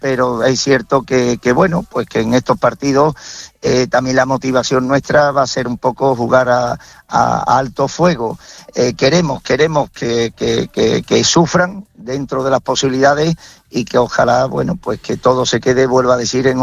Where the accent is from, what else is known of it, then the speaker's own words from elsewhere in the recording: Seville, Andalusia, Spain; soy de Sevilla, la mayoría somos de Sevilla y algunos de la parte de Cádiz.